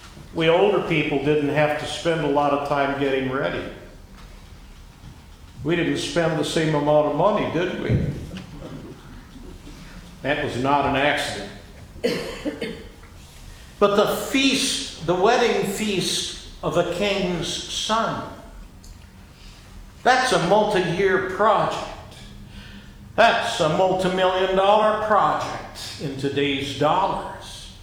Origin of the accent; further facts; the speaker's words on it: Waverly, Iowa, United States; now in Minnesota, United States; When I grew up in Waverly, we never talked about Iowa nice.